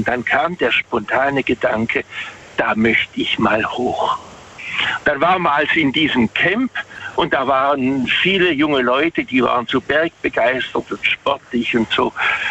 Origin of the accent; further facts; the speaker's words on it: Waghäusel, Baden-Württemberg, Germany; Also ich komme aus Waghäusel.